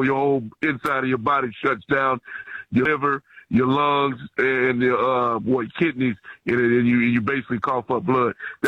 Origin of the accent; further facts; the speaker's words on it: Houston, Texas, United States; I grew up in Texas, in Houston, Texas, for that matter.